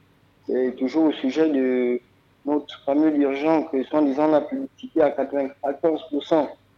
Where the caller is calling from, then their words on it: Gabon; en tant que Gabonais